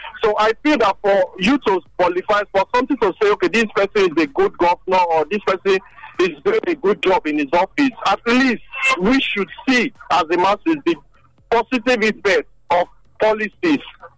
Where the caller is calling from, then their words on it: Benin City, Edo, Nigeria; I'm calling from Benin.